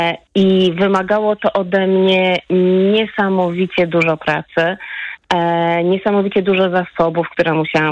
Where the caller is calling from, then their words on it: Gdańsk, Pomeranian Voivodeship, Poland; Ja powiedziałam, że jestem z Gdańska, ale przez chwilę się zawahałam, bo faktycznie dzisiaj przyjechałam do Gdańska.